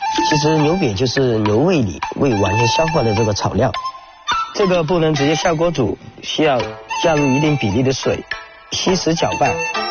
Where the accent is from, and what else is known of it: Rongjiang, Guizhou, China